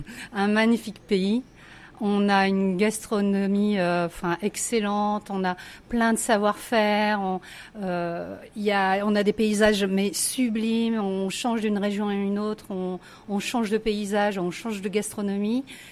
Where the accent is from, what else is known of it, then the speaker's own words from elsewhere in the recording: Lille, Hauts-de-France, France; now in Valbonne, France; Oui, je suis lilloise à l'origine.